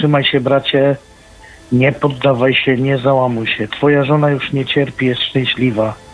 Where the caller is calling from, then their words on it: Switzerland; stały słuchacz … z Szwajcaria się kłania.